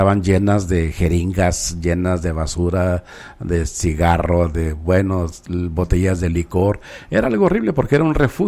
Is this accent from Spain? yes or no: no; Mexico; yo como buen mexicano